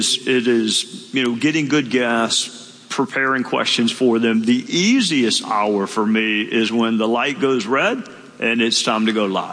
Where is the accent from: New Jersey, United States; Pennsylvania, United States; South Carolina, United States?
South Carolina, United States; Greenville; born there; imagine I was born in Greenville.